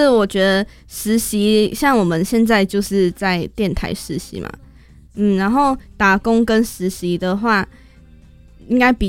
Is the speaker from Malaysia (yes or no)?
yes; Malaysia; now in Taiwan; 我是马来西亚人